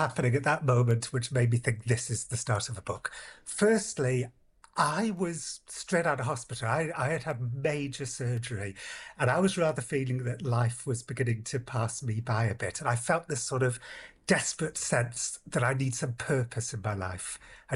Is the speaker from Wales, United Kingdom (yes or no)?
yes; Wales, United Kingdom; now in United States; Right, yes, my home country, Wales, has 427 castles.